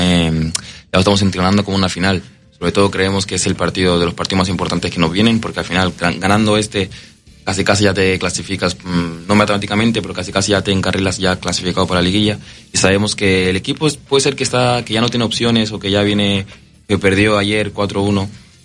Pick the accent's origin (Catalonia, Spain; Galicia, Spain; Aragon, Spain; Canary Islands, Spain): Catalonia, Spain; Mataró; now in Mexico; Nací en una ciudad que se llama Mataró, Barcelona.